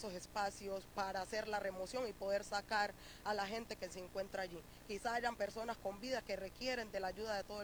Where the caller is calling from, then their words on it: Chocó, Colombia; Les hablo desde el Chocó. Pues aquí nos encontramos hoy recolectando ayudas para la gente damnificada.